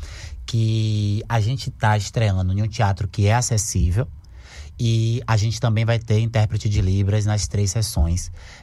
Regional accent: Salvador, Bahia, Brazil; Porque eu sou de Cajazeiras

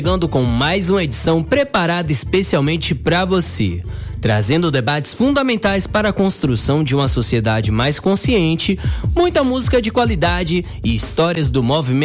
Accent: Piritiba, Bahia, Brazil; now in Cruz das Almas, Brazil; Sou natural de Piritiba, terra de … moro em Cruz das Almas, no Recôncavo Baiano.

